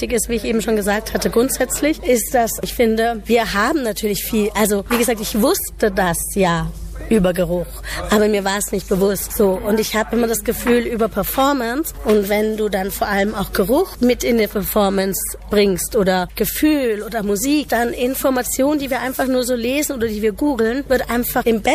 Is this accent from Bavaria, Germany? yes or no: yes; Munich, Bavaria, Germany; born there; also born or lived in Kolkata; ich bin in München geboren, lebe halb zwischen München und Kalkutta.